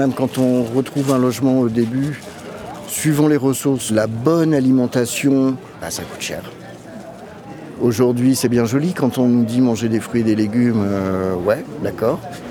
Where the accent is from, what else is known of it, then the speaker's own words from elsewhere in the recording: Nouvelle-Aquitaine, France; Moi, je viens de Charente, quoi.